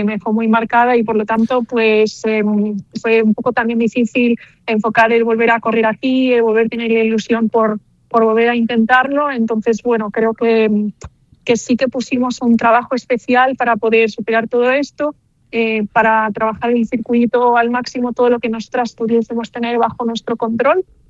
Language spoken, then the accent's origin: Spanish; Vigo, Galicia, Spain; Sí, porque yo soy de Galicia, nací en Vigo, he vivido toda, bueno, hasta ahora siempre aquí